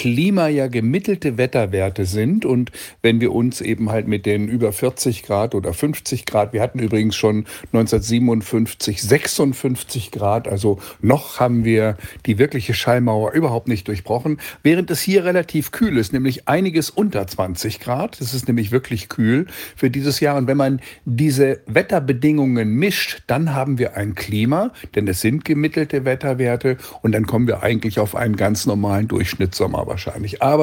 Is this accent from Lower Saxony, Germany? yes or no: yes; Lower Saxony, Germany; moved away; das erinnert mich an meine Kindheit noch in Niedersachsen